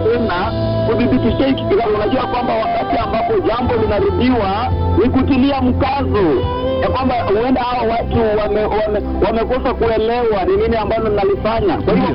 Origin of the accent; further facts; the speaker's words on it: Kenya; Kwa hivyo kama Mkenya pia ninaweza kunataka nitubu mbele za Bwana